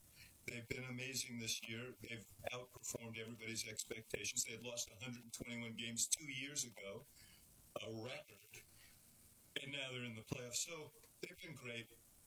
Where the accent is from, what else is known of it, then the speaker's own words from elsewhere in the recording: New York, United States; now in Chicago, United States; I'm from New York originally, so I don't have the tribal loyalties that Chicagoans have. I got season tickets on both sides of town.